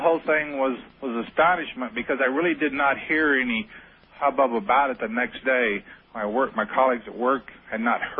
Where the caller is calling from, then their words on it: Phoenix, Arizona, United States; I'm in Phoenix.